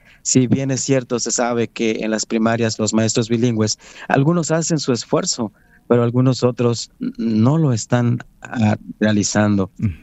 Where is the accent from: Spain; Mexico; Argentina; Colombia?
Mexico; first language Nahuatl; Spanish is a second language; Lo aprendí desde pequeño, hasta los 12 años únicamente hablé náhuatl. Es mi lengua materna, el español. Lo aprendí después en la secundaria y ya muy bien en la preparatoria.